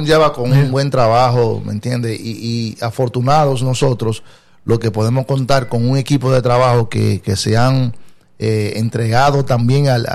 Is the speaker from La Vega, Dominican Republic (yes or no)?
yes; La Vega, Dominican Republic; born there; moved away; allá en La Vega, Cabuya. Que de allá que vengo